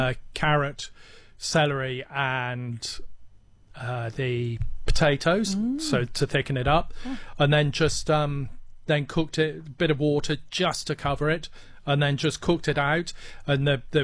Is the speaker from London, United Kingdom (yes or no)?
no; Wales, United Kingdom; born there; they're a bit like a Welsh cake, and I'm Welsh by descent, by birth and things